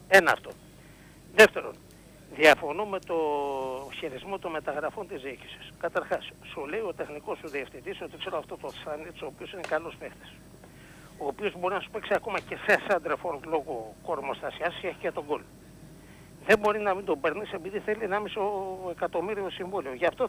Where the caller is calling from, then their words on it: Piraeus, Attica, Greece; από Πειραιά.